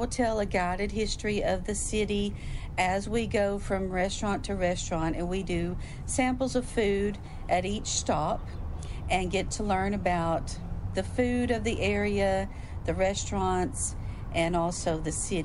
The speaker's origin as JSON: {"language": "English", "town": "Greeneville", "region": "Tennessee", "country": "United States", "tie": "born or raised there", "moved": "yes", "lives_now": "Knoxville, United States", "said": "I grew up in Greenville, Tennessee, Greene County. That's very near here. It's only about an hour and a half northeast of Knoxville. And I lived on a farm growing up."}